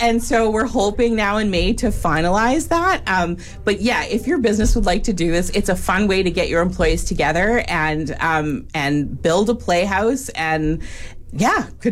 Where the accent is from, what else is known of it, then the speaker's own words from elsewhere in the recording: Japan; moved away; I grew up in Japan.